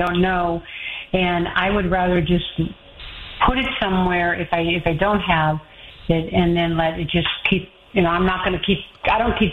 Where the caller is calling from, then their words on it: Colorado, United States; Actually, I'm from Colorado.